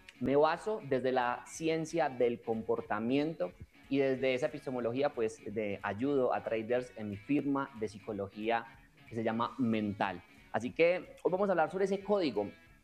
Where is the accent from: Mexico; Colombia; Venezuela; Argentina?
Colombia; vengo de Colombia, bueno, que mi acento me revela, vengo de Colombia de un contexto de mucha violencia.